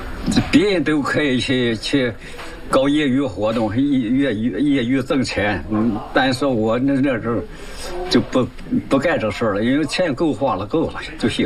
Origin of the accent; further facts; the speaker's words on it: Haiyang, Shandong, China; moved away as an adult; now in Changchun, China; 我的老家是山东省海阳县，海阳县